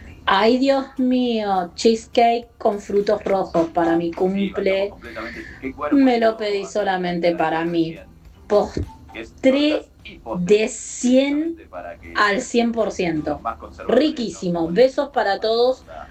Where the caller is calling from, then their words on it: Tablada, Buenos Aires Province, Argentina; Soy … de Tablada